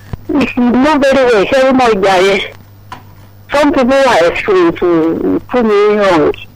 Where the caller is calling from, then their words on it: Olaogun, Nigeria; I'm calling from Olaogun.